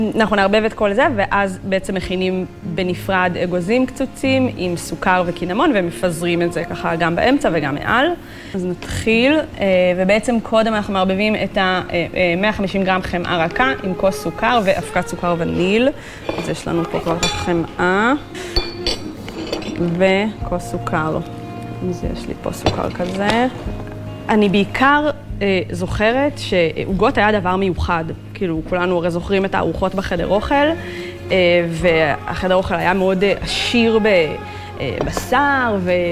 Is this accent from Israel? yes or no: yes; Kfar Aza, Southern District, Israel; moved away; כשאני הייתי כילדה בקיבוץ